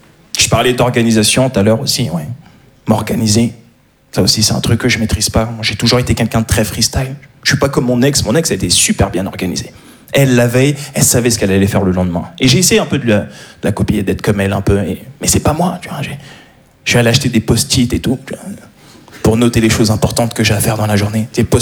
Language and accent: French; Paris, Île-de-France, France; Je suis un parisien, voilà ce que je suis.